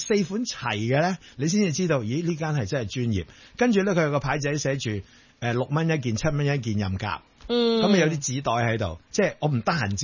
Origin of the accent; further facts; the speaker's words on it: Chaozhou, Guangdong, China; 咁跟住我问佢，我潮州人咧系咪冇耐性啊？